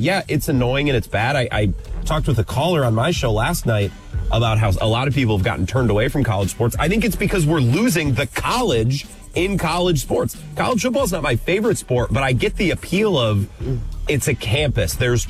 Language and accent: English; Dunn County, Wisconsin, United States; I'm from Dunn County.